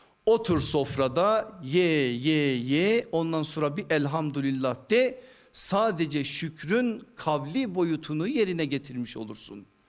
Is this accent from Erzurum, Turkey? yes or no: yes; Erzurum, Turkey